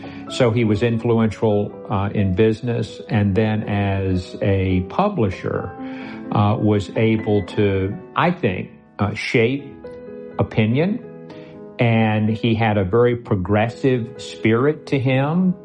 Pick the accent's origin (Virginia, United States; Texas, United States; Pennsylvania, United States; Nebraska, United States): Virginia, United States; Roanoke; And when I was growing up in Roanoke, we called it the Fishburne Mansion.